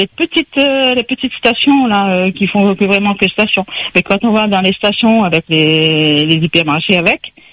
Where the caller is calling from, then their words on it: Cholet, Pays de la Loire, France; du Maine-et-Loire, de Cholet.